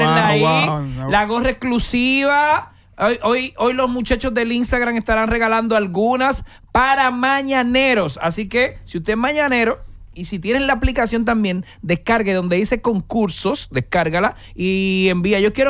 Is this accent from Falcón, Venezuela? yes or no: no; Barinas, Venezuela; Y este reporte viene directamente desde mi pueblo, Barinas, Estado Barinas.